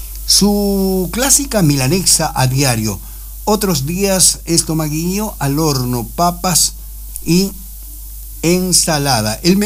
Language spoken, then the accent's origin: Spanish; Chile